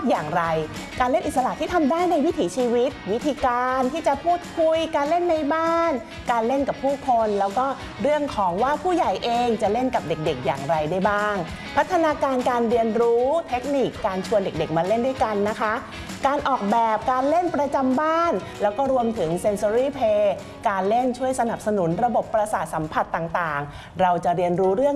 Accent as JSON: {"language": "Thai", "region": "Bangkok", "country": "Thailand", "tie": "born or raised there", "said": "เองนะคะเกิดและเติบโตในกรุงเทพเนาะบ้านก็เป็นบ้านตึกแถว"}